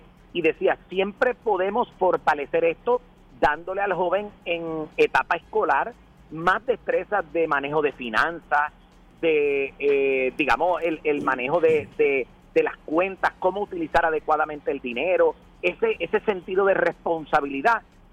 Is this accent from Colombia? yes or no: no; Puerto Rico; nuestra isla